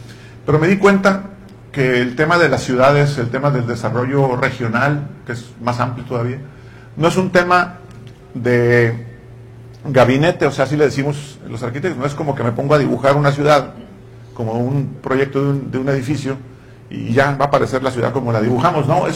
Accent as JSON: {"language": "Spanish", "town": "Tijuana", "region": "Baja California", "country": "Mexico", "also_born_or_lived": "Guadalajara", "said": "soy arquitecto, obviamente no soy de Mexicali, soy de Tijuana, pero baja californiano."}